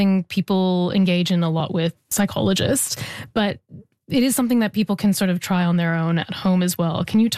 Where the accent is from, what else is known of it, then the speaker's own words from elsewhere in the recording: Canada; moved away as an adult; now in Australia; as a Canadian.